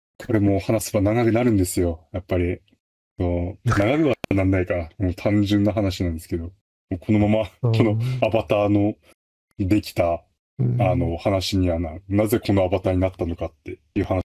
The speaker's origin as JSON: {"language": "Japanese", "region": "Aomori", "country": "Japan", "tie": "born or raised there", "said": "自分の出身県青森県だし。"}